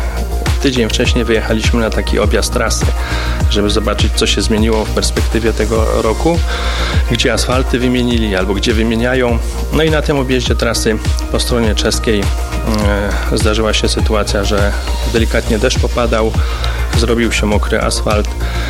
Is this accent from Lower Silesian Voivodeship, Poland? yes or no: yes; Jelenia Góra, Lower Silesian Voivodeship, Poland; jestem z Jeleniej Góry.